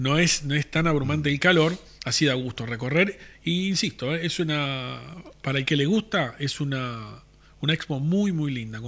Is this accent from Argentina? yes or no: yes; Argentina; moved away; cuando era chico en Argentina